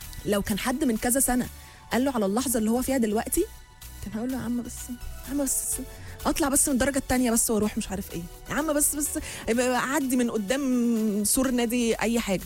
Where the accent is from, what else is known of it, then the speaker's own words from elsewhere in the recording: Egypt; علينا احنا كمصريين